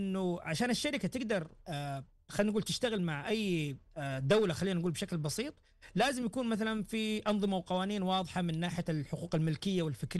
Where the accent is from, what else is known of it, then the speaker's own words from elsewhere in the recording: Saudi Arabia; ترى احنا كسعوديين محبين للجيمينج بشكل مجنون ترى.